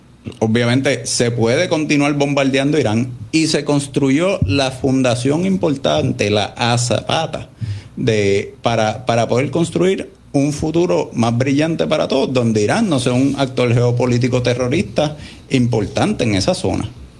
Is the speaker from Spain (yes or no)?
no; Puerto Rico; como gente, como puertorriqueños, después como americanos y como civilización occidental cristiana